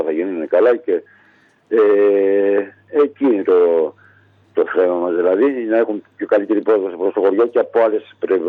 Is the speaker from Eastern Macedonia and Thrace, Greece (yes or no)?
no; Samarina, Western Macedonia, Greece; να μιλήσω για το χωριό μου